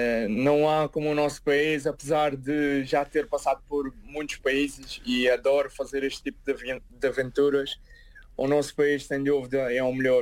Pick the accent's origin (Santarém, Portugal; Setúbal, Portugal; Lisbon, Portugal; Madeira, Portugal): Madeira, Portugal; moved away as an adult; Um grande abraço lá para a minha ilha. Já tenho imensas saudades de lá.